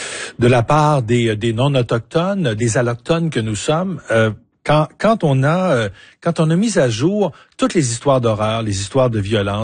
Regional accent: Port-Cartier, Quebec, Canada; moved away; J'ai grandi à Port-Cartier

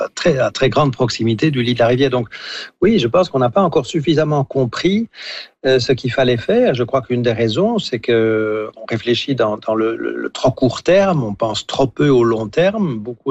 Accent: Belgium; chez nous en Belgique

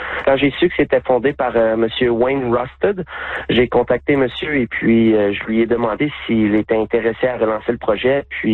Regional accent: Gracefield, Quebec, Canada; moved away; je suis originaire de Gracefield.

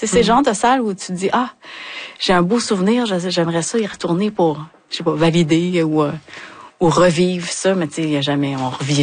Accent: Hauterive, Quebec, Canada; also born or lived in Montreal; quand on est allé jouer à Bécomo, le monde venait nous voir, je suis d'Autrive, moi.

